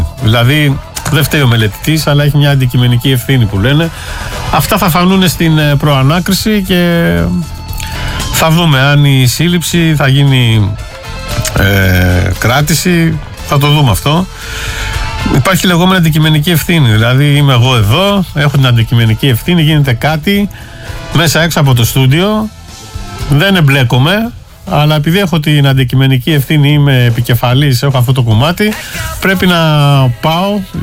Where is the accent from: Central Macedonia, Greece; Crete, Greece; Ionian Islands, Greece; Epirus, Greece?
Ionian Islands, Greece; Τώρα άκουσα από σένα για τη φωτιά στο νησί μου. Είναι από την πλευρά του Πόρου, το δεύτερο λιμάνι εκεί κοντά.